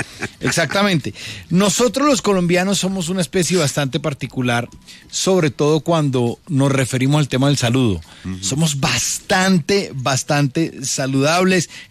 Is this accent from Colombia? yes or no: yes; Colombia; hoy como colombianos debemos sentirnos muy orgullosos de que somos una especie única.